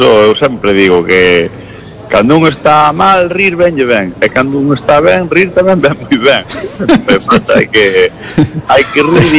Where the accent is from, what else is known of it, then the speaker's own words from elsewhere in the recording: Galicia, Spain; pero si eu sempre vivir aquí, pues, eu tamén traballo moito por fora, pero a miña base sempre é Galicia